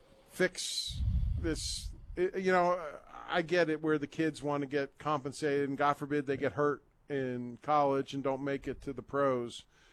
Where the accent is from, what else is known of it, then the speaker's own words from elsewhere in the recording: Bronx, New York, United States; born there; I grew up I was born actually in the Bronx